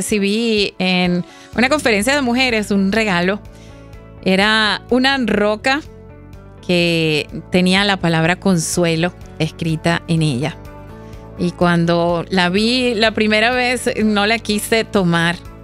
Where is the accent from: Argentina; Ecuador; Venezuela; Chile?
Venezuela; lo que ha pasado en mi país, Venezuela